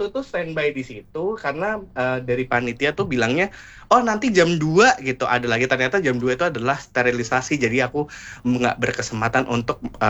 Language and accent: Indonesian; Java, Indonesia; kebetulan karena aku orang Jawa, dan aku suka banget pakai beskap karena terlihat elegan.